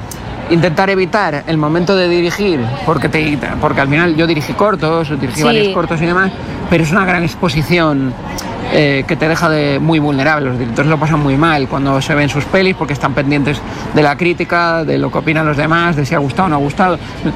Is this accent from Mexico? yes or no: no; Canary Islands, Spain; born there; Tú no te olvides nunca, porque claro, yo vengo a la ser gallego, gallego, gallego. Eso a mi madre le partía el corazón. Porque yo nací en Canarias, tú eres canario.